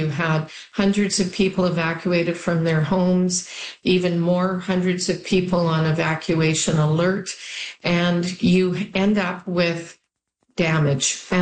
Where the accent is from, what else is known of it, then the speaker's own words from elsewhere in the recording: Ladysmith, British Columbia, Canada; also born or lived in Nanaimo; I grew up in Ladysmith and Nanaimo on Vancouver Island. Very similar backgrounds, forestry industry, small businesses, things like that.